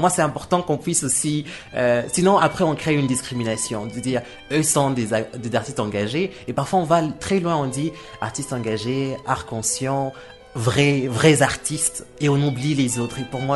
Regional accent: DR Congo; Par exemple, je suis un artiste et je vis de l'art et je suis congolais.

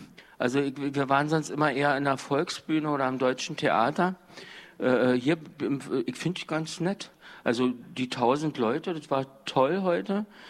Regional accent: Cottbus, Brandenburg, Germany; also born or lived in Greifswald; Mit 24, 25 war er in Greifswald und dann sind wir von Greifswald nach Cottbus gezogen.

